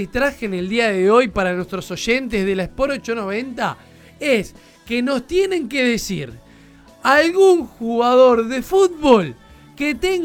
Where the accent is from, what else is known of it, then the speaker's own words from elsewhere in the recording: Uruguay; ese entorno cultural en nuestro país que nos define como uruguayo.